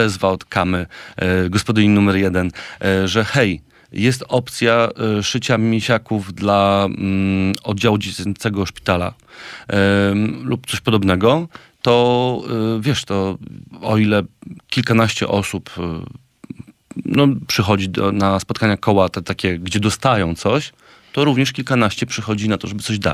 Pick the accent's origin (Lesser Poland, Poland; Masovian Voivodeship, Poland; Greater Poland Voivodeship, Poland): Masovian Voivodeship, Poland; Warsaw; ja jestem z Czerniakowa